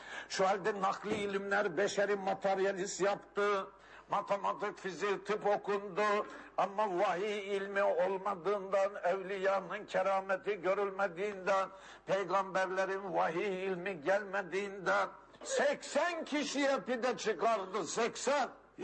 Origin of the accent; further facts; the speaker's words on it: Afyonkarahisar, Turkey; Elimdeki kitap, ben Afyon Karahisarlıyım.